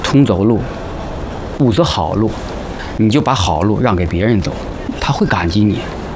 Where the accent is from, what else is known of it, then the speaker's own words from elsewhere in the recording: Rongcheng County, China; 我说我是荣城县北河赵村的。